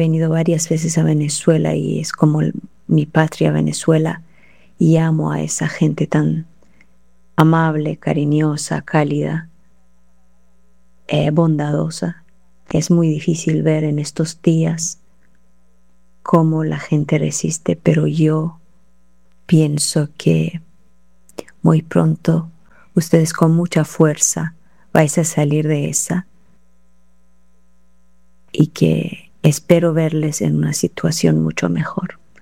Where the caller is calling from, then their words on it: Iran; de Irán, desde el pueblo resistente de Irán